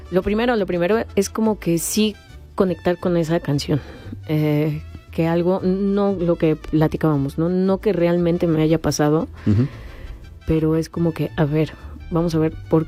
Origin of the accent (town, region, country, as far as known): Mexico